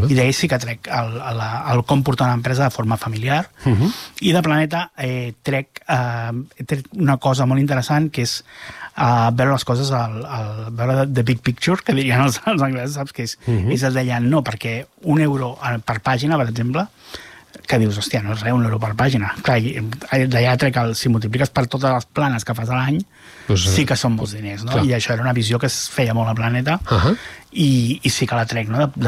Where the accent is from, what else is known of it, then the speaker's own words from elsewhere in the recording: Sabadell, Catalonia, Spain; jo sóc de Sabadell i en aquella època Norma tenia tendes franquiciades a molts llocs i hi havia una Norma Sabadell.